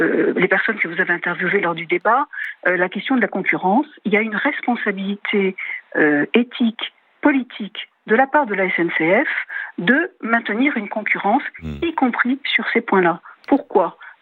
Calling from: Paris, Île-de-France, France; Eh ben moi, je suis là à Paris, mais je circule beaucoup sur l'axe Rhône-Alpes.

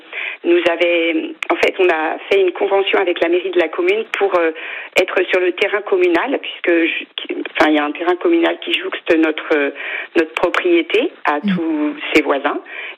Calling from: Pacé, Brittany, France; On est à Passé.

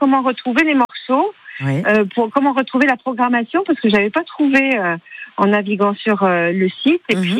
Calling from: L'Île-Rousse, Corsica, France; Moi je suis à l'Île-Rousse, oui.

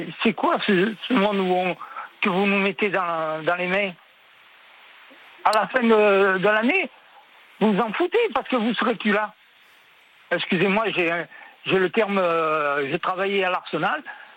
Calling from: Toulon, Provence-Alpes-Côte d'Azur, France; je suis à Toulon.

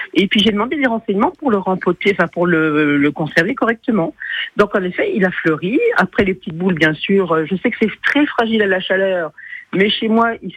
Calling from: Nancy, Grand Est, France; J'habite à Nancy, sur les hauteurs de Nancy.

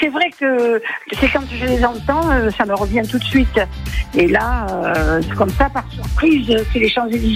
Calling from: Marseille, Provence-Alpes-Côte d'Azur, France; Avant, j'habitais à Lot. Maintenant, je suis à Château-Gambert.

